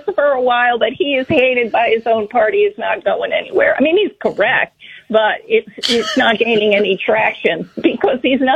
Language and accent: English; New York, United States; I know that because I'm from New York, and I've visited every year upstate New York